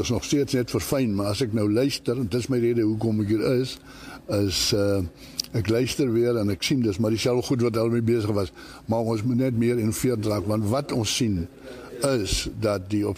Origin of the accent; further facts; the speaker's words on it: Namibia; ek is gebore in Namibië en groot geword, en een van vier seuns.